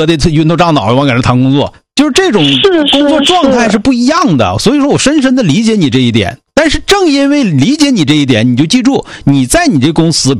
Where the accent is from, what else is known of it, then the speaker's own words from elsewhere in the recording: Northeast China, China; now in Shanghai, China; 这是咱们东北人本身来说就是一个特点，就是走到哪儿就是哪儿的人，不用害怕。